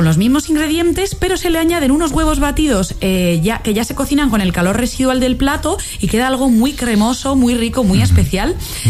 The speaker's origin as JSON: {"language": "Spanish", "region": "Aragon", "country": "Spain", "said": "como buena aragonesa, yo en mi casa lo que hago es fritada"}